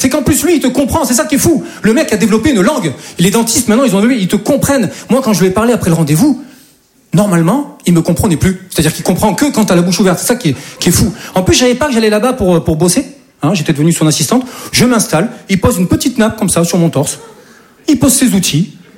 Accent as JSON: {"language": "French", "region": "south of France", "country": "France", "lives_now": "Paris, France", "said": "Je dis ça parce que moi, je viens du sud de la France. Et chez nous, c'est un peu plus tranquille, quoi. Et, moi, voilà, je suis monté sur Paris, voilà, pour devenir comédien."}